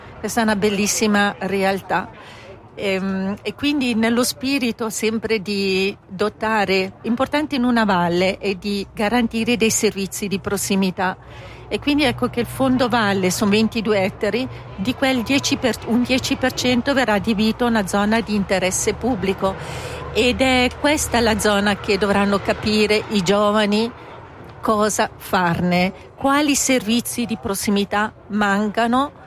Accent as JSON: {"language": "Italian", "region": "Ticino", "country": "Switzerland", "moved": "as an adult", "lives_now": "Airolo, Switzerland"}